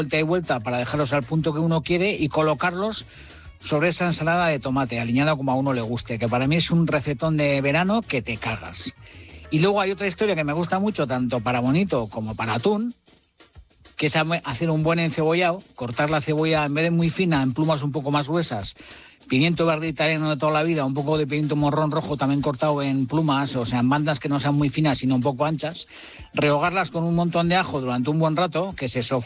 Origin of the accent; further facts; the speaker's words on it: Hondarribia, Basque Country, Spain; A ver, yo soy bonitero, porque yo soy del Cantábrico. Yo soy nacido en Hondarribi y yo soy bonitero del norte a tope.